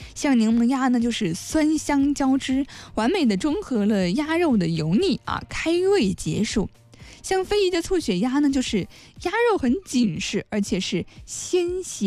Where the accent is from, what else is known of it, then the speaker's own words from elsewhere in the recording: Guangxi, China; 是刻在我们广西人骨子里的节日习惯